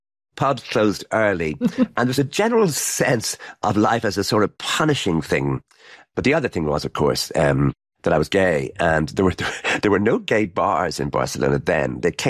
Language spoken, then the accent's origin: English; Ireland; I'm Irish